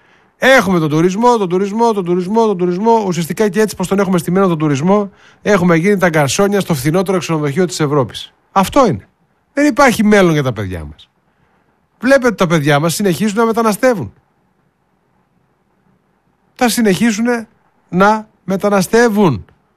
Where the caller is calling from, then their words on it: Chalkida, Central Greece, Greece; από Χαλκίδα.